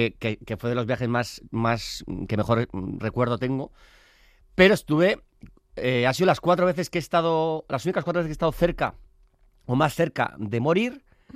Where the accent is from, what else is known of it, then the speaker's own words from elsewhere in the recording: San Sebastián, Basque Country, Spain; O sea, yo soy de Donosti, soy hombre de mar, o sea, yo he nadado toda mi vida.